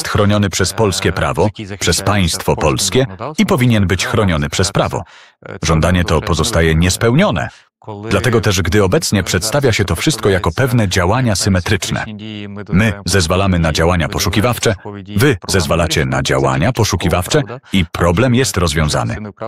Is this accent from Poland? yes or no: no; Ukraine; Ale obecnie my, Ukraińcy, musimy dbać w szczególności o groby naszych przodków na terytorium Polski.